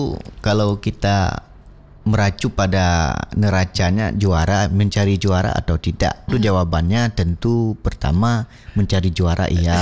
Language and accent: Indonesian; Aceh, Indonesia; dalam tradisi kita Aceh